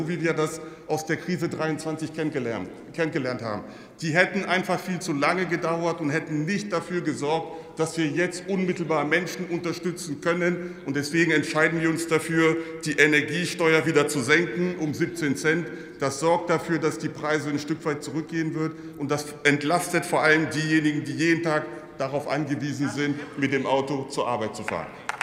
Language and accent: German; Saxony-Anhalt, Germany; und vielleicht darf ich ein Beispiel aus meiner Heimat, aus Sachsen-Anhalt, wo ich aufgewachsen bin, mal hier mit Ihnen besprechen